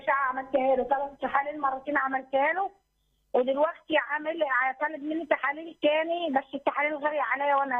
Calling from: Cairo, Cairo Governorate, Egypt; أنا من القاهرة

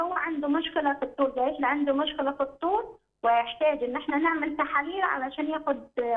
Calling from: Sohag, Sohag Governorate, Egypt; انا بنت الرب من سوهاج.

